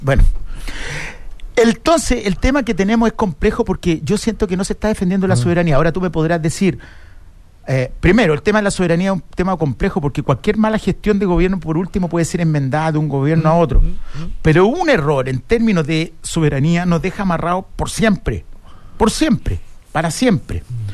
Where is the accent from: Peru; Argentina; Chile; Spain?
Chile; en mi país nacieron mis hijos, en mi país voy a enterrar a mis papás. Eso somos chilenos.